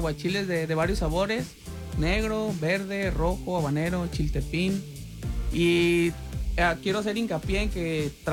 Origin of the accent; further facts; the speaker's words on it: Tepic, Nayarit, Mexico; Yo soy de Tepic, Nayarit. Y ahí empezamos en una pequeña cocherita